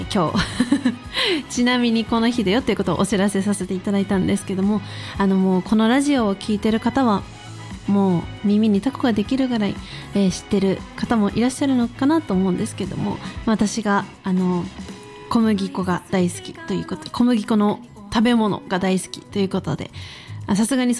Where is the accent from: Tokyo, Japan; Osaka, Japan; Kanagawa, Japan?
Tokyo, Japan; 私東京出身なんですけど